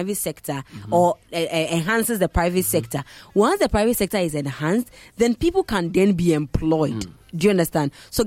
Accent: Ghana; as a Ghanaian

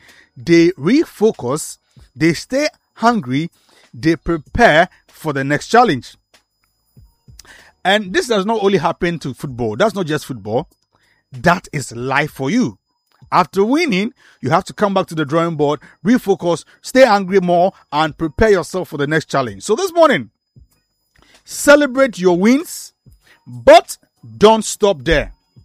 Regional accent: Ghana; As a Ghanaian, they went back.

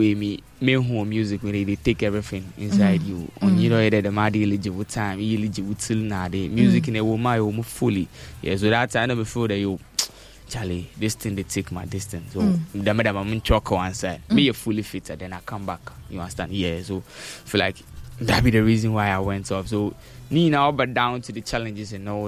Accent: Sekondi, Western Region, Ghana; I'm from Sekindi, yeah?

